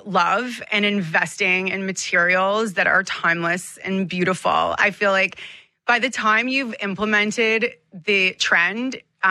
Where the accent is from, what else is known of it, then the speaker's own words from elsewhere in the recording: Toronto, Ontario, Canada; Growing up in Toronto, our weather is so extreme.